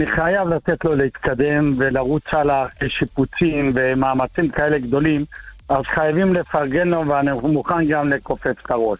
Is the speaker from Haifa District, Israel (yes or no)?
no; Jerusalem, Jerusalem District, Israel; אני גם ירושלמי, וגדלתי בזכרון משה